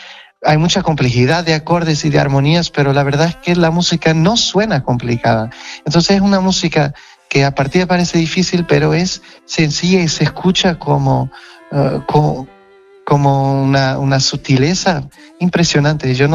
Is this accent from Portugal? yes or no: yes; Portugal; accent: Portuguese from Portugal; Spanish is a second language; Pues mira, la única cosa que me distingue aquí es mi acento, ¿no? Mi acento de portugués de Portugal.